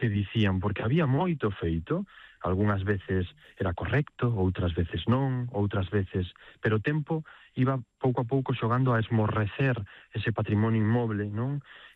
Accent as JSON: {"language": "Galician", "region": "Galicia", "country": "Spain", "said": "porque era algo que necesitaba Galiza, que necesitábamos como galegos, e que, polo tanto, o sector do mar era como unha prioridade"}